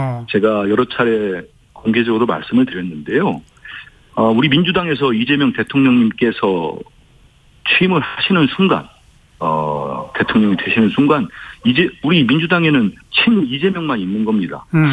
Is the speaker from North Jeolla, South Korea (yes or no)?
yes; North Jeolla, South Korea; moved away; 제가 지금도 제 고향 전라북도에 내려왔거든요